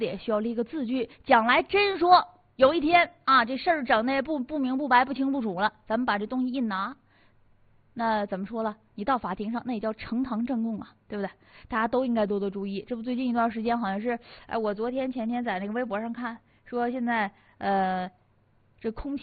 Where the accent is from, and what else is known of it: Northeast China, China